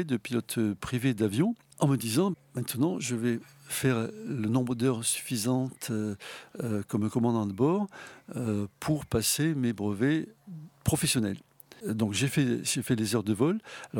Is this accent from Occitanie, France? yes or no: yes; Toulouse, Occitanie, France; Et quand on est toulousain, on a envie de devenir pilote. C'était mon cas et c'était mon rêve.